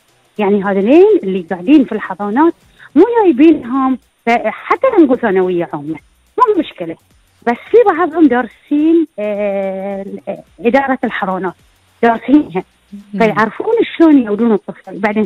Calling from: Bahrain; وإحنا كبيئة بحرينية، أنا أتكلم عن البحرين

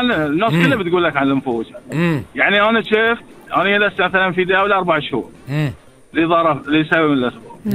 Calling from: Bahrain; انا بحريني

